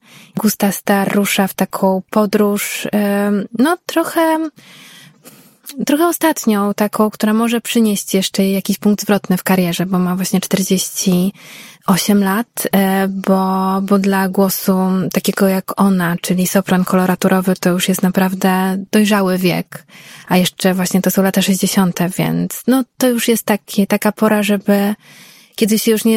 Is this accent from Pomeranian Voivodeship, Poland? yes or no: no; Warsaw, Masovian Voivodeship, Poland; born there; Ja się urodziłam w Warszawie i to miasto kocham i gdzieś czuję też, że to jest po prostu moje miasto.